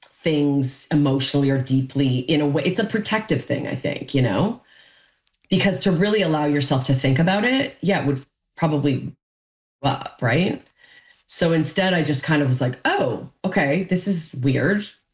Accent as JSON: {"language": "English", "country": "Canada", "said": "I feel weirdly because of my childhood and the way I was raised and and being Canadian, like I weirdly didn't really even process it."}